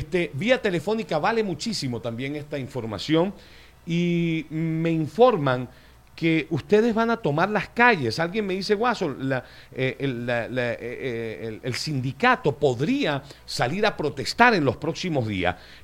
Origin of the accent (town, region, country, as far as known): Venezuela